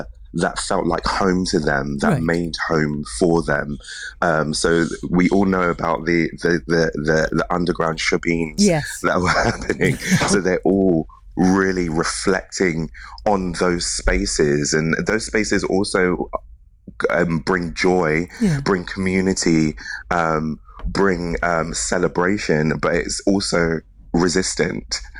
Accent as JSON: {"language": "English", "region": "London", "country": "United Kingdom", "tie": "born there", "lives_now": "Brixton, London, United Kingdom", "said": "I was born in Hackney, but I recently moved to Brixton, South London."}